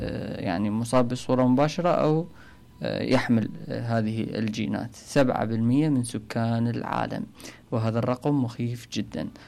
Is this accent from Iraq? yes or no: yes; Iraq; احنا عندنا في العراق